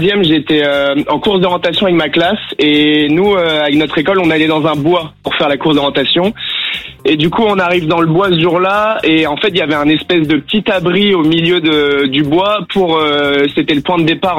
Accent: Brest, Brittany, France; Moi, je viens de Brest, en Bretagne.

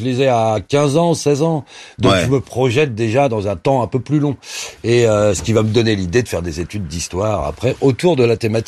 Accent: Pantin, Île-de-France, France; Ouais, j'ai grandi à Pantin.

